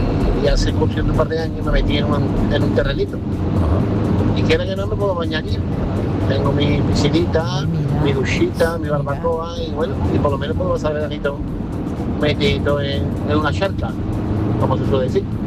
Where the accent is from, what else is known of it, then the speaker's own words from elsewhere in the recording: Seville, Andalusia, Spain; Buenas tardes. … de Sevilla.